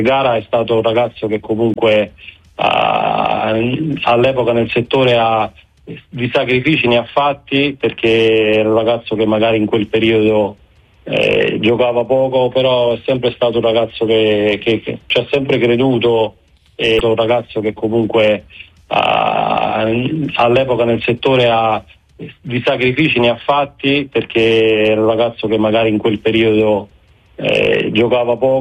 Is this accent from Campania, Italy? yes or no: yes; Naples, Campania, Italy; come me da napoletano